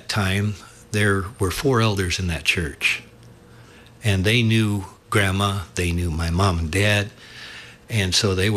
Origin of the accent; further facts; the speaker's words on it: Shelbyville, Iowa, United States; I grew up in a small town in Iowa called Shelbyville, Iowa, about 20 miles from Cedar Rapids, the second largest city in Iowa.